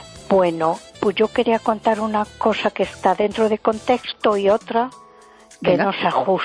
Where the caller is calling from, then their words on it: A Coruña, Galicia, Spain; de Coruña.